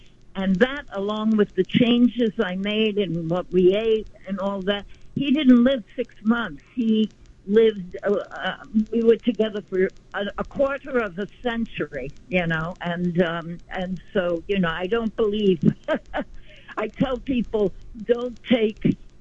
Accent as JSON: {"language": "English", "region": "Havana", "country": "Cuba", "tie": "born or raised there", "moved": "yes", "said": "I grew up in La Habana, Cuba"}